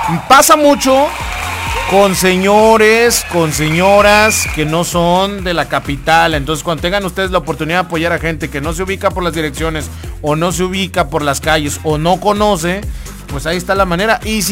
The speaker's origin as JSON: {"language": "Spanish", "town": "Matamoros", "region": "Chiapas", "country": "Mexico", "tie": "born or raised there", "moved": "yes", "lives_now": "Tuxtla Gutiérrez, Mexico", "said": "Por ejemplo, yo no soy de la capital. Yo soy de Matamoros, o sea, yo vengo de mi pueblo que se llama Matamoros, municipio de Venustiano Carranza, y yo soy de allá, pero que radique acá es otra cosa, que viva acá en Tuxtla es otra cosa"}